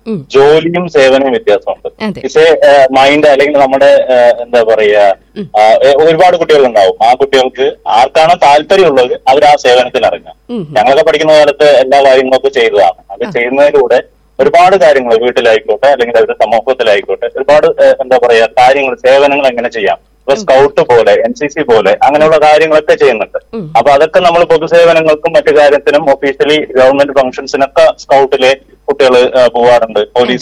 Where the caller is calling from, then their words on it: Chittur, Kerala, India; Pulpully, Chittur.